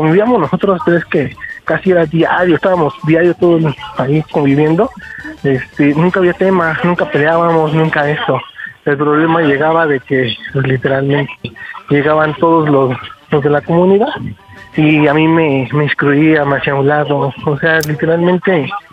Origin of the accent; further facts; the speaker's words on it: Venustiano Carranza, Mexico City, Mexico; 33 y aquí le la Venustiano Carranza.